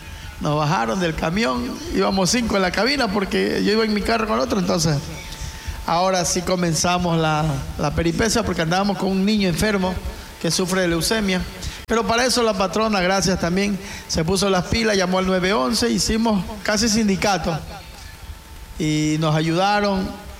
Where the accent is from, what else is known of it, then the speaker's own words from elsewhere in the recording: El Empalme, Guayas, Ecuador; moved away; Saludos cordiales para el abogado Alfredo Montalbán allá en el Cantón El Empalme. Mi pueblito querido.